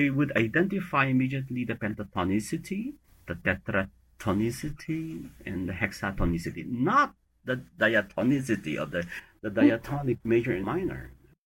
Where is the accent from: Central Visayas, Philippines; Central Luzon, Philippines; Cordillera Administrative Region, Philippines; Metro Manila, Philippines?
Cordillera Administrative Region, Philippines; Ifugao province; as a person growing up in the Ifugao province, I tend to celebrate my ethnicity and the other neighboring non-Western people group and language group.